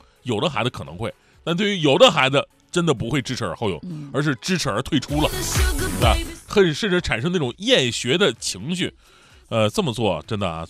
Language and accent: Chinese; Longkou, Shandong, China; 那个地方我太了解了，那山东龙口啊，我老家呀，我老家山东龙口